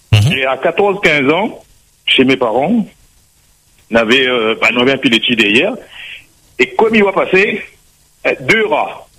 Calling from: Réunion; de la Plaine des Caves.

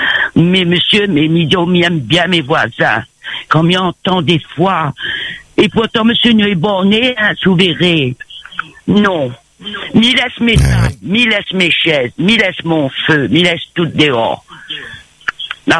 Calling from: Entre-Deux, Réunion; Ben moi je suis à l'Entre-deux, moi je vis dans la commune de l'Entre-deux.

